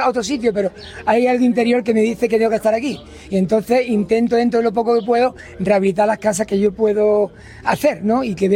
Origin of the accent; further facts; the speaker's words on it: Alhama, Andalusia, Spain; also born or lived in Granada; yo soy de Alhama, nací en Alhama, aunque he tenido varias etapas de mi vida que he estado en Granada con una tienda de moda, pero siempre he vuelto aquí.